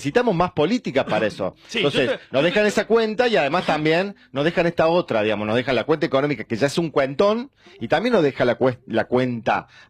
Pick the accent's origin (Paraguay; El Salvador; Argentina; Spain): Argentina